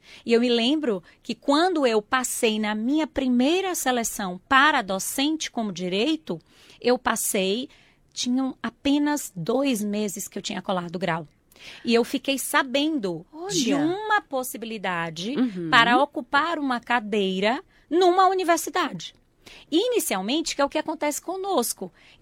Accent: João Dourado, Bahia, Brazil; born or raised there; also born or lived in Irecê

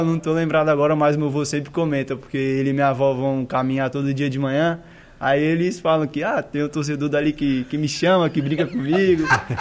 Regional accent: Santa Catarina, Brazil; moved away as an adult; now in Limeira, Brazil; eu nasci aqui em Limeira, mas fui criado lá em Santa Catarina

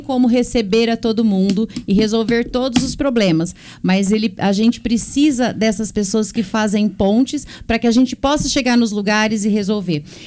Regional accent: Brazil; Eu sou brasileiro com muito orgulho, com muito amor.

